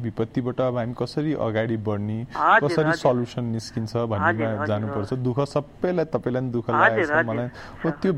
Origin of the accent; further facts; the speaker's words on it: Nuwakot, Bagmati, Nepal; आज मेरो घर त नुवाकोटे हो